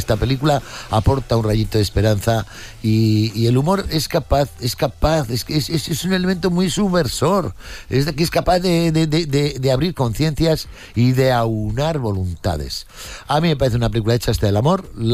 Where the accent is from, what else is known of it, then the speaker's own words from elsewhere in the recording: Vitoria-Gasteiz, Basque Country, Spain; yo solo gruño porque soy de Siberia-Gasteiz cuando hay olas de calor.